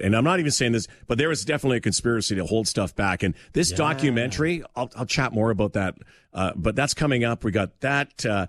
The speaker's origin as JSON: {"language": "English", "country": "Canada", "said": "I shouldn't say Z. I'm Canadian. and especially Canadian now."}